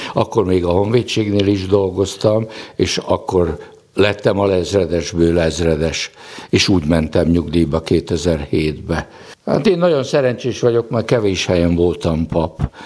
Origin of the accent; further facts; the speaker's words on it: Endrefalva, Nógrád, Hungary; 50-ben születtem, szeptember 19-én, Széchény melletti kis faluban, Endrefalván. Széchény után Salgótarján felé van. Akkor egy 1200-1300-as lelkes falu volt